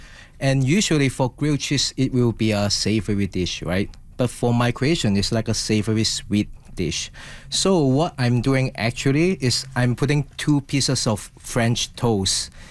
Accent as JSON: {"language": "English", "country": "Hong Kong", "tie": "born or raised there", "moved": "yes", "said": "because of my culture, where I grew up from, I'm from Hong Kong"}